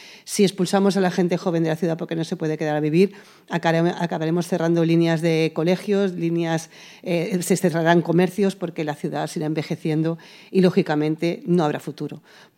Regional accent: Castelldefels, Catalonia, Spain; una vecina más, que se ha criado en Castilldefels, que ha tenido negocio en Castilldefels, que ha criado a su hija en Castilldefels y que yo vivo en Castilldefels y vivo mi ciudad.

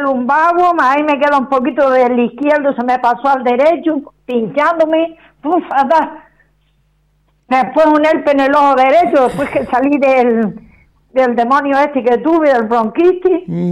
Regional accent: Canary Islands, Spain; yo soy de Tirajana

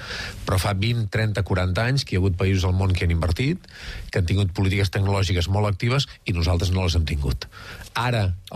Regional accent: Catalonia, Spain

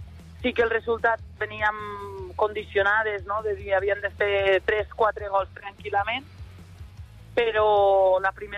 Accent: Catalonia, Spain; estem formades per jugadores d'aquí, som catalanes, la gran majoria

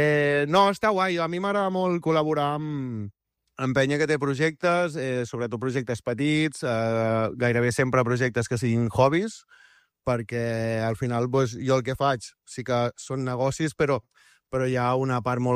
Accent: Arenys de Mar, Catalonia, Spain; Arenys de Mar, sempre. Capital de l'Almaresma.

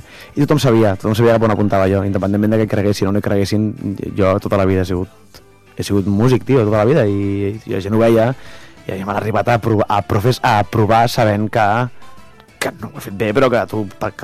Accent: Cambrils, Catalonia, Spain; Jo soc de Tarragona i tal, soc de Cambrils

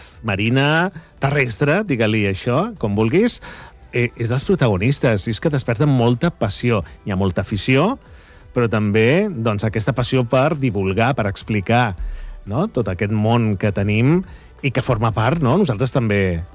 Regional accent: Barcelona, Catalonia, Spain; now in Calafell, Spain; porto 20 anys, som de Barcelona, pues som mira. Calafellencs.

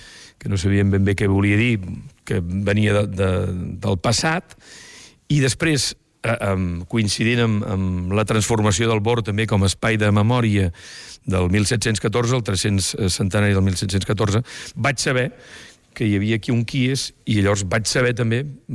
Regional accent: Vila-seca, Catalonia, Spain; Jo vaig néixer l'any 63, en aquella època. Soc dels últims que va néixer el poble

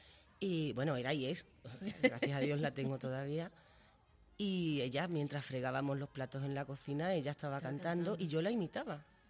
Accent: El Puerto de Santa María, Andalusia, Spain; accent: gaditano; now in Madrid, Spain; Les pego yo el acento, me dicen, me estás pegando el acento gaditano, o sea, ¿cómo puede ser? Y es lo único que no se me ha quitado

